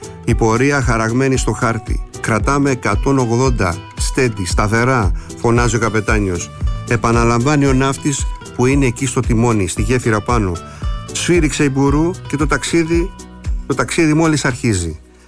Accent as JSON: {"language": "Greek", "country": "Greece", "said": "Ξέφεξε ο ήλιος, έτσι λένε στο νησί μου. Έφεξε ο ήλιος δηλαδή."}